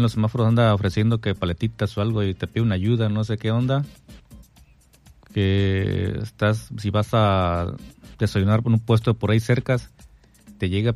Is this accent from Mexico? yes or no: yes; Mexico; como el mexicano, siempre somos buenos samaritanos